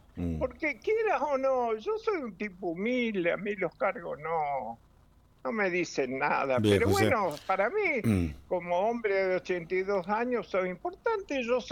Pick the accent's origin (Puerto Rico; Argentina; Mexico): Argentina; born there; yo soy nacido en este pueblo.